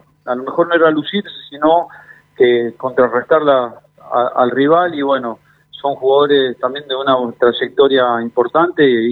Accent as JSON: {"language": "Spanish", "country": "Argentina", "said": "como estamos todos los argentinos, muy eufóricos, muy ilusionados."}